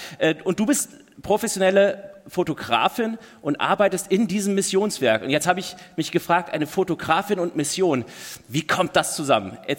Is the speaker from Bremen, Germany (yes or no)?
yes; Bremen, Germany; ich komme aus Bremen